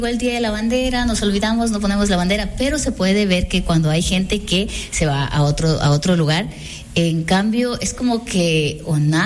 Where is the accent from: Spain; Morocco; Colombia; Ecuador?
Ecuador